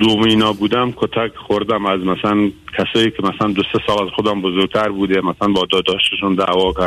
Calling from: Iran; من از ایران هستم، از ایران زنگ میزنم. 56 سالمه، فرزند سوم خانواده هستم.

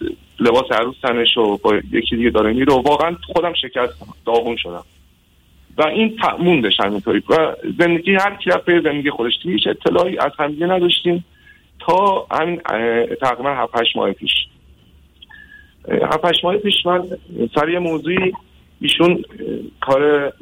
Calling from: Iran; بنده از ایران تماس میگیرم خدمتتون.

